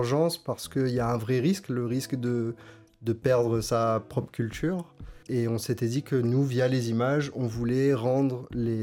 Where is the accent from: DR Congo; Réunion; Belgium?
Réunion; il n'y a nulle part où on est plus à l'aise que chez nous, à La Réunion, entouré de créoles comme nous.